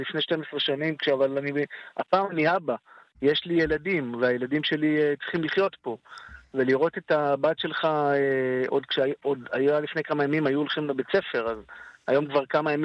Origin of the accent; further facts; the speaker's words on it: Kiryat Shmona, Northern District, Israel; moved away; אני כשנולדתי וגדלתי בקריית שמונה